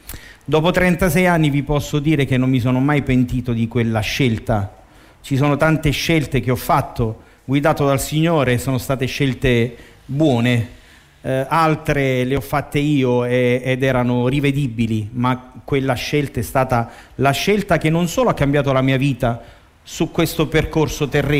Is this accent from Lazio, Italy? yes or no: no; Monte San Giacomo, Campania, Italy; sono di Monte San Giacomo